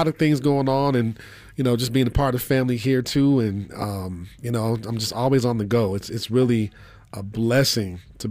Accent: Colorado Springs, Colorado, United States; I'm from Colorado Springs originally.

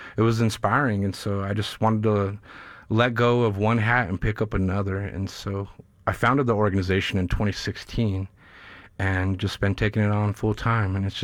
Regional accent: Denver, Colorado, United States; born and raised in the north side of Denver.

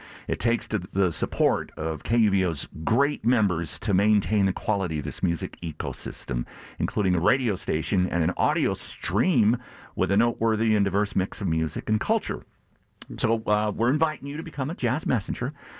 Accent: Sulphur, Louisiana, United States; moved away as an adult; also born or lived in New Orleans; we didn't have a jazz radio station growing up in Sulphur, Louisiana, which is near Lake Charles, a tiny town.

